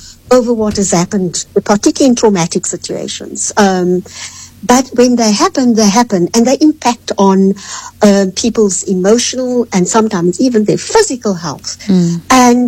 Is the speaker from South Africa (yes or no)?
yes; South Africa; I will take back and claim my space as a South African citizen or as a family member or as a woman.